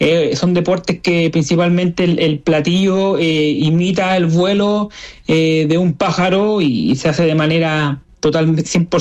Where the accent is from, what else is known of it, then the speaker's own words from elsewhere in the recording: Ovalle, Coquimbo, Chile; yo soy nacido y criado acá en Ovalle. Mi familia toda es de acá, de la cuarta región.